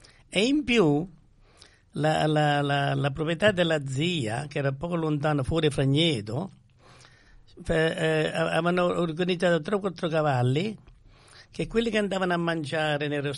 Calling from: Australia; siamo di Australia da giovanissimo

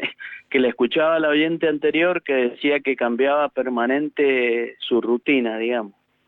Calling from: San Martín, Mendoza, Argentina; de San Martín, Mendoza.

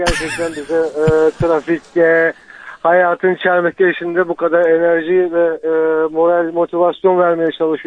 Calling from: Istanbul, Turkey; İstanbul'dan arıyorum.

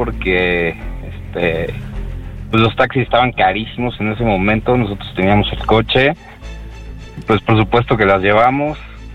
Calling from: Mexico City, Mexico; Estamos ahorita en el barrio Bravo de la Nápoles.

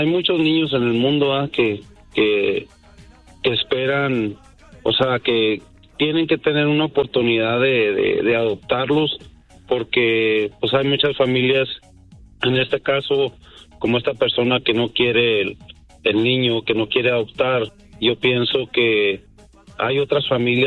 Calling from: Denver, Colorado, United States; Acá desde Denver, Colorado

